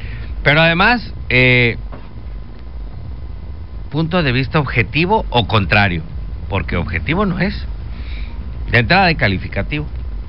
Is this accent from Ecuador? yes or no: no; northern Mexico, Mexico; soy norteño.